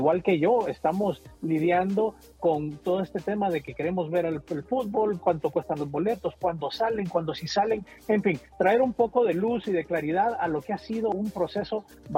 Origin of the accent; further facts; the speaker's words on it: Honduras; now in Washington, United States; yo soy de Honduras y hace muchos años, ya la mitad de mi vida la llevo en este bello país, en Estados Unidos y en particular en Washington. Bueno, vine por todo tipo de temas, estudios, luego trabajo.